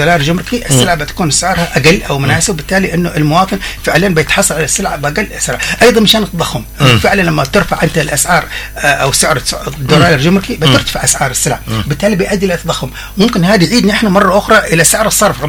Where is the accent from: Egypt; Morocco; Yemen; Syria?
Yemen